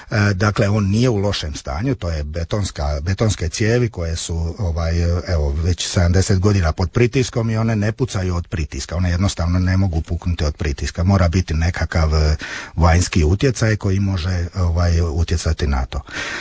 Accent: Vrpolje, Croatia; Ja to područje poznajem, jer ja sam iz Vrpolja, pa poznajem područje, to spada pod Vrpolje.

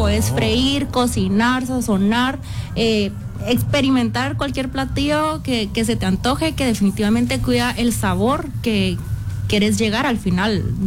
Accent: Guatemala

